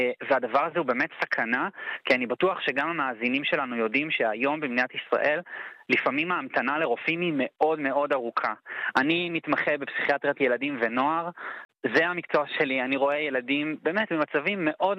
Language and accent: Hebrew; England, United Kingdom; now in Israel; אני גדלתי בחול, גדלתי באנגליה, למדתי בבית ספר לא בארץ, והחלטתי להיות כאן רופא.